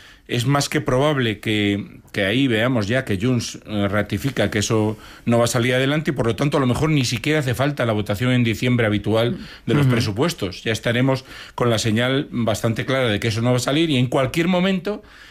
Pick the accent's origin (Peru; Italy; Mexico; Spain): Spain; Galicia; yo claro, soy gallego como tú